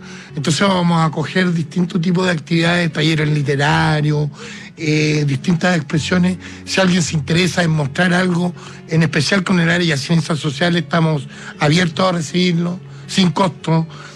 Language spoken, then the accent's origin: Spanish; Chile; Es que yo soy bien chileno